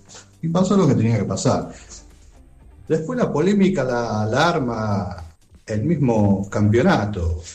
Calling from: Villa Fiorito, Buenos Aires Province, Argentina

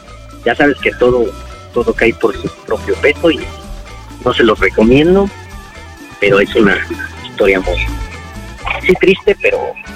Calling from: Nezahualcóyotl, State of Mexico, Mexico; Yo soy de Nesa

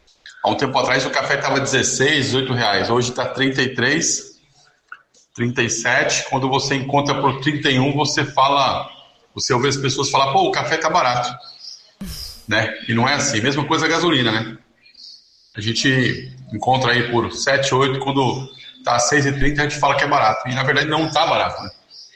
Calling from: São Vicente, São Paulo, Brazil; aqui de São Vicente.

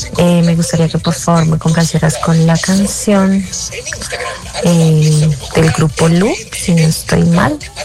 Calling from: Bogotá, Colombia; Estoy desde la localidad de Bosa

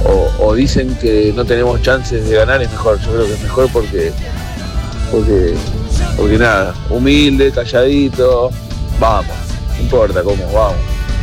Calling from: Buenos Aires, Argentina; de Mataderos.

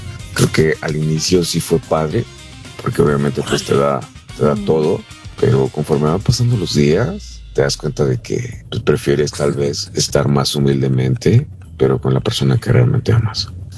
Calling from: Mexico City, Mexico; Soy de la Ciudad de México.

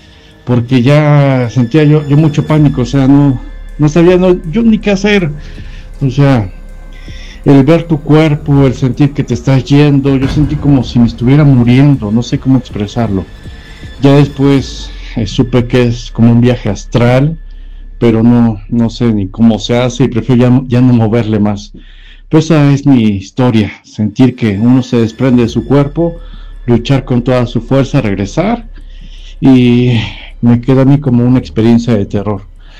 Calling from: Puebla, Mexico; Soy de aquí de Puebla. Esto me pasó cuando yo tenía 16, 17 años aproximadamente. Ya tengo 40.

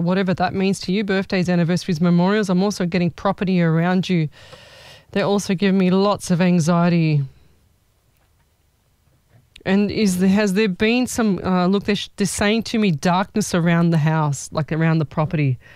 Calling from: Sydney, New South Wales, Australia; Hey, how are you, beautiful? I'm from Sydney.

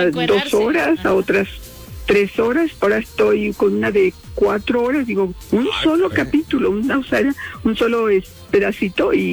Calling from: Jalisco, Mexico; estoy acá rumbo a la carretera Chapala.

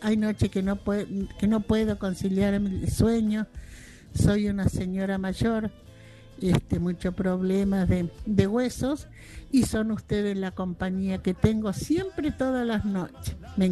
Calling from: Canals, Córdoba, Argentina; desde Canals Córdoba.

